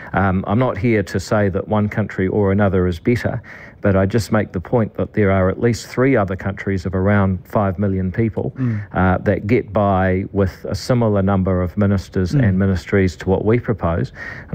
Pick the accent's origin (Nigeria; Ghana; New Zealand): New Zealand; as a New Zealander